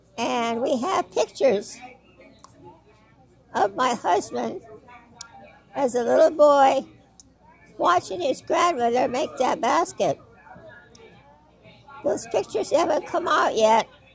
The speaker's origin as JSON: {"language": "English", "area": "Bay Area", "region": "California", "country": "United States", "moved": "as an adult", "lives_now": "Yosemite, United States", "said": "I'm not from here. I'm from the Bay Area."}